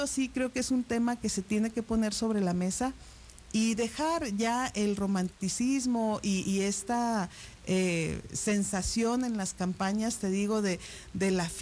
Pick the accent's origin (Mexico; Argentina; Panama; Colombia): Mexico; Guadalajara, Jalisco; now in Ciudad Juárez, Mexico; yo soy de Guadalajara. Guadalajara es una ciudad en la que llueve mucho, llueve buena parte del año.